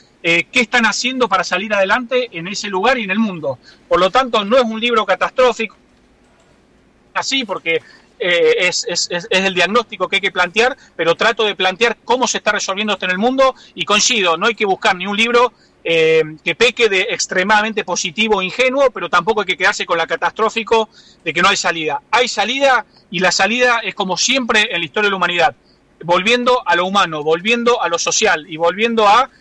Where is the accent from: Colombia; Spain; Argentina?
Argentina; Córdoba; Yo consulto diarios de mi provincia, Córdoba, la del interior